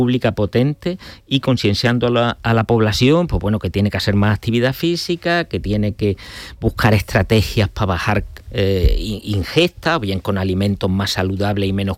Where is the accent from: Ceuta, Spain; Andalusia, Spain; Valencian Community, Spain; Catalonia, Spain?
Andalusia, Spain; Montoro; No, soy cordobés, nací en Montoro.